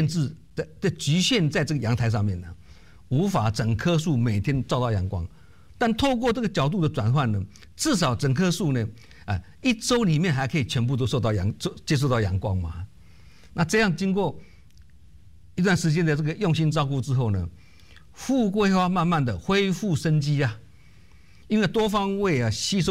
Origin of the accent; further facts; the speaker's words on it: Keelung, Taiwan; 以前我小时候呢，我老家是在基隆，